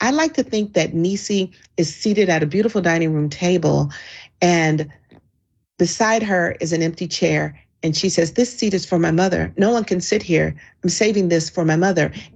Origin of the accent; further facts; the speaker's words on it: the South, United States; You know, as a Southerner, everyone's always saying, oh, you know, Southern families are such great storytellers.